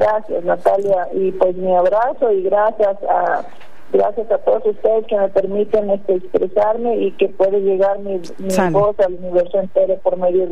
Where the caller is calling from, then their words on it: Mexico; Yo como buena nativa mexicana